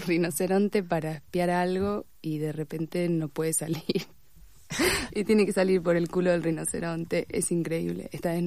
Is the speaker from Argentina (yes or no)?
yes; Concordia, Entre Ríos, Argentina; moved away; Soy entrerriana y allá aprendí a manejar desde muy chiquita.